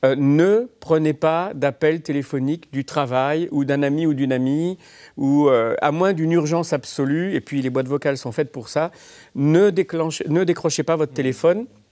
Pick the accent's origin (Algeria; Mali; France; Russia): France; pas juste parce qu'on est français, vous savez, avec cette image de romantisme.